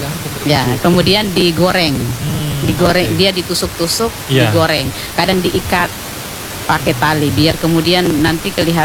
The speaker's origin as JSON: {"language": "Indonesian", "town": "Latompe", "country": "Indonesia", "tie": "born there", "said": "Jadi Latompe itu adalah desa kelahiran saya."}